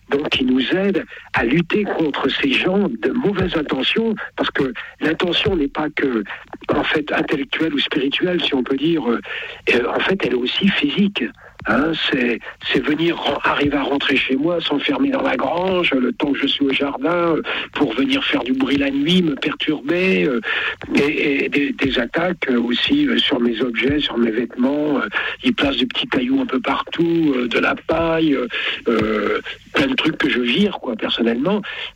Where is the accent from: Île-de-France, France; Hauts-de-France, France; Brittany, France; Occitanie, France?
Île-de-France, France; Paris; lorsque vous arrivez dans un petit village en tant que parisien, on pense que vous virez